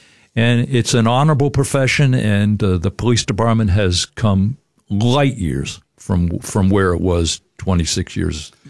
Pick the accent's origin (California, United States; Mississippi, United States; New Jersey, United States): New Jersey, United States; now in Keene, United States; And so here I come from New Jersey, a big mouth from New Jersey.